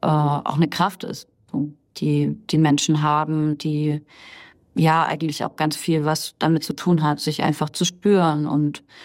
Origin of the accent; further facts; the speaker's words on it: East Germany, Germany; also ich komme einmal aus dem Osten Deutschlands